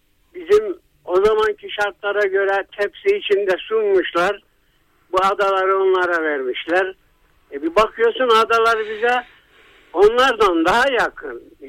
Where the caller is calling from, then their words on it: Erzurum, Turkey; Ben Erzurum'dan arıyorum Ata Bey.